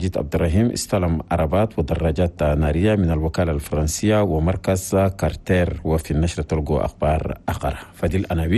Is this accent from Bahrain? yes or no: no; Chad